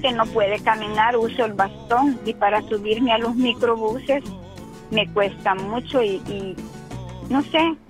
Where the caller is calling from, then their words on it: Santa Ana, El Salvador; Yo vivo en Santa Ana, Cantón Natividad, Colonia Cel.